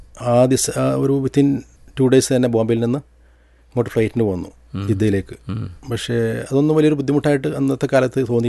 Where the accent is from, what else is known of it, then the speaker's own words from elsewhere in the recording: Ozhukur, Kerala, India; moved away as an adult; also born or lived in Jeddah, Saudi Arabia; now in Saudi Arabia; എൻ്റെ സ്വദേശം മലപ്പുറം, കൊണ്ടോട്ടിക്കടുത്ത് ഒഴുകൂർ എന്ന ദേശമാണ്. ഏകദേശം 3 കിലോമീറ്റർ അകലെയാണ് കൊണ്ടോട്ടി നിന്ന്.